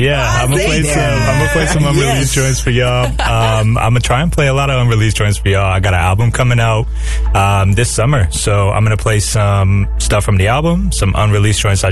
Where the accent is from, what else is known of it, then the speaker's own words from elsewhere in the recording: Puerto Rico; moved away; also born or lived in Washington, D.C.; I moved here from Washington, D.C., but I am Puerto Rican.